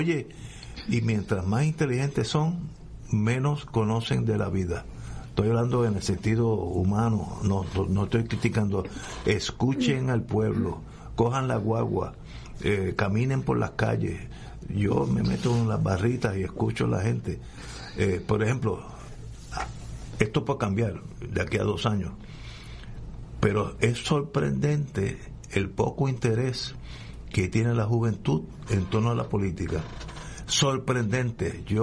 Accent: Puerto Rico; Como yo conozco mi pueblo de Puerto Rico

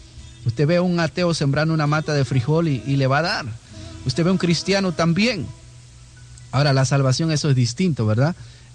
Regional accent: Chiapas, Mexico; moved away; Originalmente yo soy de México, en el estado de Chiapas, y todas las mañanas entraba una emisora, la BA, si no me recuerdo.

